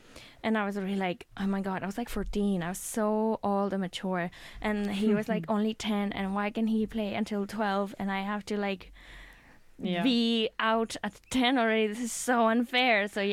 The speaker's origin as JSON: {"language": "English", "country": "Spain", "moved": "yes", "said": "Well, I'm from Spain"}